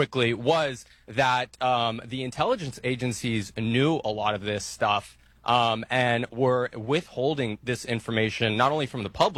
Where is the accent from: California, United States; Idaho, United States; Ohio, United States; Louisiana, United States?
California, United States; Los Angeles; I am from, to add a personal note to this, I am from Los Angeles, so I'm well aware how the California voting system has worked